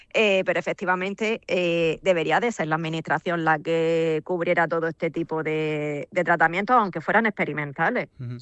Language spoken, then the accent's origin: Spanish; Murcia, Region of Murcia, Spain; now in Granada, Spain; bueno, yo soy de Murcia, pero sí que vivimos en Granada.